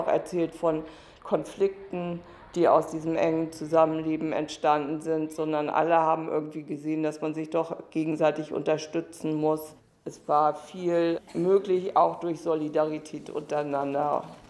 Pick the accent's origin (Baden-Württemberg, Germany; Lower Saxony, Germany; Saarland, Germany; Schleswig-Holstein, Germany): Schleswig-Holstein, Germany; Lauenburg; meine Familie, meine 3 Geschwister und ich dann als 4. Anfang der 60er sind hier groß geworden in Lauenburg.